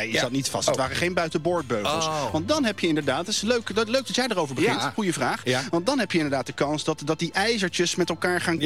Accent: Voorburg, South Holland, Netherlands; born or raised there

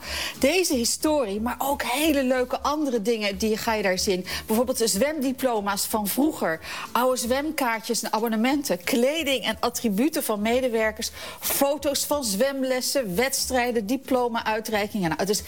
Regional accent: Alblasserdam, South Holland, Netherlands; ik ben geboren en getogen in Alblasserdam.

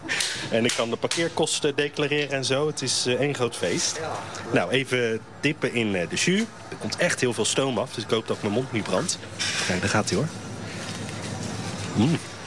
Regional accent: Honselersdijk, South Holland, Netherlands; Ik kom zelf uit Onstelersdijk.

